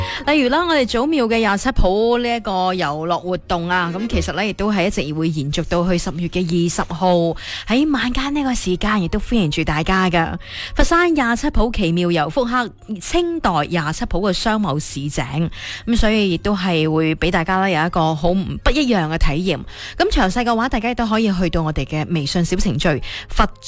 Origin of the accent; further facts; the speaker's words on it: Guangdong, China; 对于我哋广东人嚟讲，少不了食。